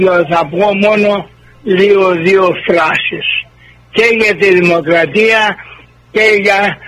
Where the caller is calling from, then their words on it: Thessaly, Greece; εγώ είμαι από τη Δυτική Θεσσαλία.